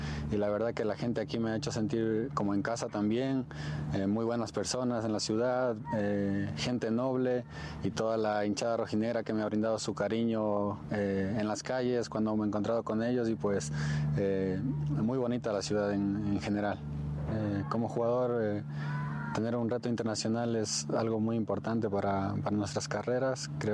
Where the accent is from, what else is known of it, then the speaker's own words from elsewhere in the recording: Ibarra, Imbabura, Ecuador; now in Arequipa, Peru; de donde vengo, de mi ciudad en Ecuador, se llama Ibarra, es la ciudad blanca también